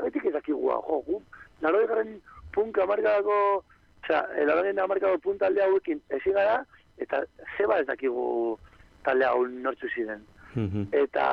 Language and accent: Basque; Bilbao, Basque Country, Spain; Bilboko erreka bezala da, kolorea. Osea, ni bilbotarra naiz eta kolore hau ikusten dut, egunero.